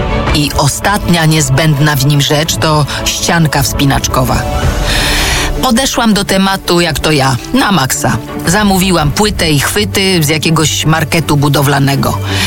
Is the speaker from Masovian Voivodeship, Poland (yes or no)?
no; Silesian Voivodeship, Poland; moved away as an adult; Jesteśmy typową śląską rodziną